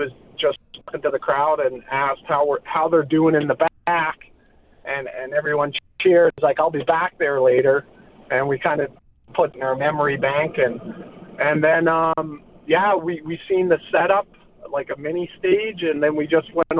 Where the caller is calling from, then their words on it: Harbour Grace, Newfoundland and Labrador, Canada; I'm from Harbor Grace.